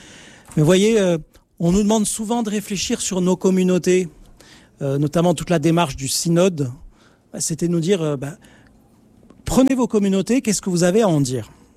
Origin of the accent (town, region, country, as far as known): Marseille, Provence-Alpes-Côte d'Azur, France